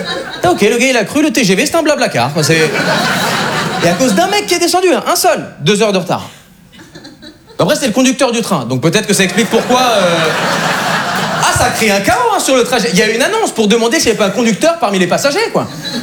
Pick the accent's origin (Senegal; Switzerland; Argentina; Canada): Switzerland; moved away as an adult; now in France; Je suis pas parisien, je suis pas français. Moi, en réalité, je suis suisse.